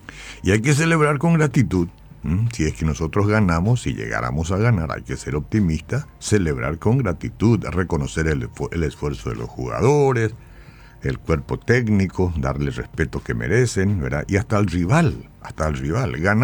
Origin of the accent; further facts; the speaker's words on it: Paraguay; El marcador es un dato, no una sentencia sobre quiénes somos nosotros los paraguayos.